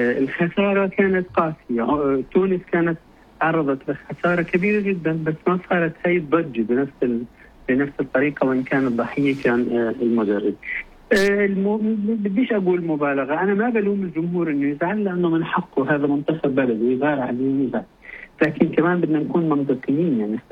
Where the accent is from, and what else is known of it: Jordan